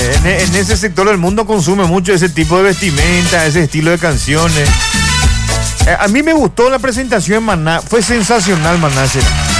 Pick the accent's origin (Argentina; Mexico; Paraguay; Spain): Paraguay; idioma español es un idioma extranjero que vinieron a implementarnos acá, ¿verdad? Y hablamos, el país bilingüe. Para el guaraní es nuestro idioma original, así que, ya, y conste que no hablamos el guaraní profundo